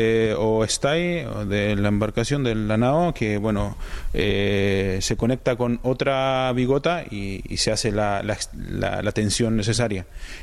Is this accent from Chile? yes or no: yes; Calbuco, Los Lagos, Chile; moved away as an adult; now in Pasaia, Spain; Sí, sí, yo soy de Chile, de la décima región de los Lagos, en Calbuco, de ahí soy.